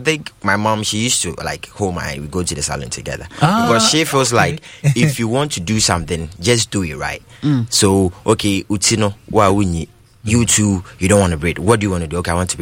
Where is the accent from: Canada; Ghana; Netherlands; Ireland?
Ghana; Bupe, Savannah Region; So, I'm from Bupe, which is the central Gonja district, or Savannah region.